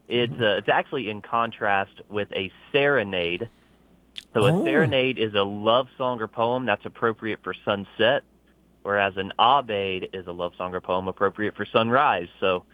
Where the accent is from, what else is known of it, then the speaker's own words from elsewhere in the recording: Athens, United States; moved away as an adult; also born or lived in Birmingham / West Palm Beach, Florida; So I'm from the Athens area. Grew up here, born and raised.